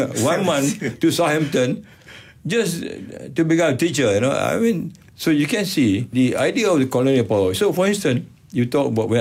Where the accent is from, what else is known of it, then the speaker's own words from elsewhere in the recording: Malaysia; also born or lived in England; I was a number six Bumiputra in four science-based faculty in University of Malaya.